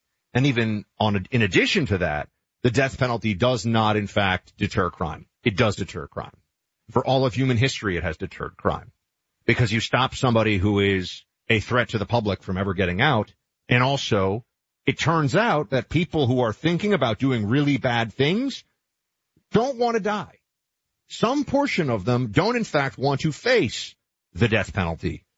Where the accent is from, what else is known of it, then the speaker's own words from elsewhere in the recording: New York City, New York, United States; a congressional seat in New York City, my hometown